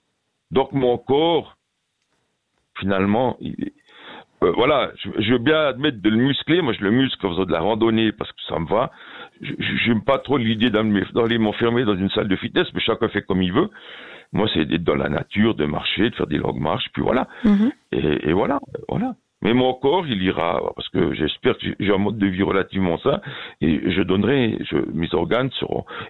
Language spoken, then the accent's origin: French; Tramelan, Bern, Switzerland; Moi, je viens de village du Jura.